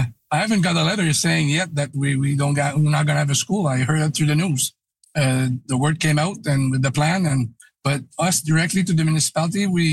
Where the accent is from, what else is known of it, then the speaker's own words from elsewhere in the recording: Quebec City, Quebec, Canada; moved away as an adult; now in Outaouais, Canada; I moved in the region 35 years ago. I'm from Quebec City originally.